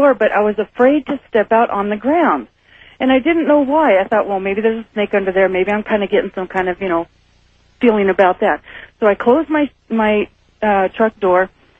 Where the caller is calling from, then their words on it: Carson City, Nevada, United States; I'm calling from Carson City.